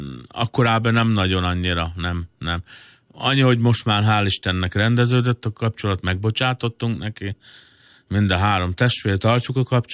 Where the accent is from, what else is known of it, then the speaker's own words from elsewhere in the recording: Novajidrány, Borsod-Abaúj-Zemplén, Hungary; Én Borsod, Abói Zemplén megyek kis településen, hát nem tudom, 1200-1500 fős községben laktam, Novaidrányban nevelkedtem fel.